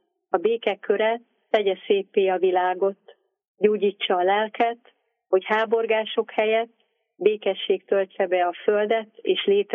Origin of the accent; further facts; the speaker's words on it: Szabolcs-Szatmár-Bereg, Hungary; also born or lived in Debrecen; 50 éves elmúltam, én falun növekedtem a nagymamámnál, szülők terében Debrecenből indultunk, ott születtem, és Mária Pócs mellett Kiricsén volt a nagymamáméknak, a nagyszülőknek a otthona.